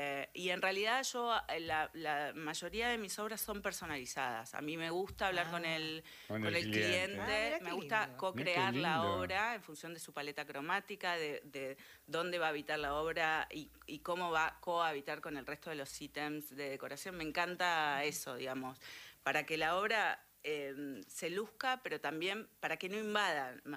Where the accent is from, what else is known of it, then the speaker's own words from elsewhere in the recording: Buenos Aires Province, Argentina; Total, encima porteña, que no soy porteña porque soy oriunda de la zona sur del conurbano bonaerense, pero bueno.